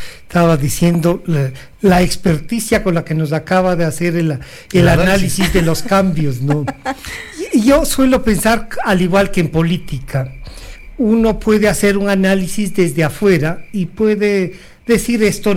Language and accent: Spanish; Ecuador; El Ecuador somos así.